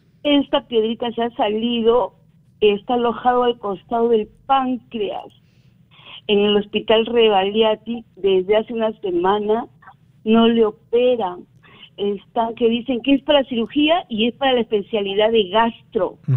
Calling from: Lima, Peru; del distrito de Breña.

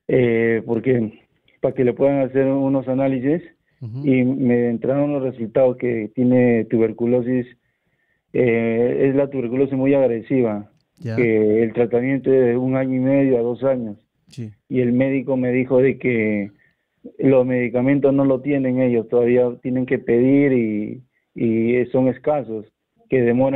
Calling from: Lima, Peru; Estoy llamando desde acá de San Juan del Riancho, Lima, del asentamiento humano Huáscar.

